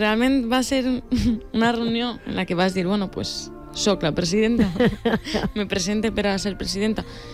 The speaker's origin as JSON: {"language": "Catalan", "town": "Valencia", "region": "Valencian Community", "country": "Spain", "tie": "born or raised there", "said": "és la meva banda, és el meu poble"}